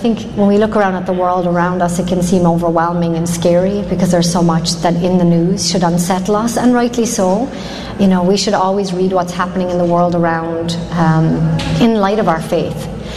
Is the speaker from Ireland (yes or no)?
yes; Ireland; So I'm Irish